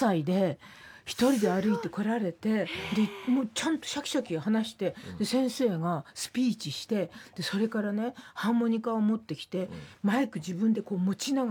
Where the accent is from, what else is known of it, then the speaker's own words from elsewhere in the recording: Tokyo, Japan; 私都立竹谷高校の出身なんですよ。